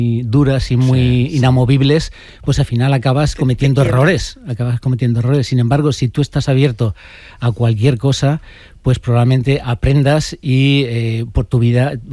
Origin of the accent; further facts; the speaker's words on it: Venta del Moro, Valencian Community, Spain; moved away as an adult; yo vengo de Venta del Moro, que es el pueblo donde me vi a nacer y donde pasé mis primeros 18 años hasta que salí de ahí en busca de aventuras.